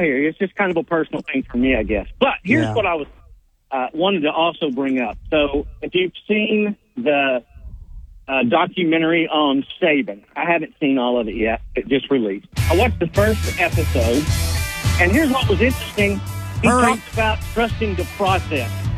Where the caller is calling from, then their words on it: West Lafayette, Indiana, United States; I am calling you guys from West Lafayette, Indiana. I listen to the Buzz almost every day. I'm 10 minutes from Purdue University.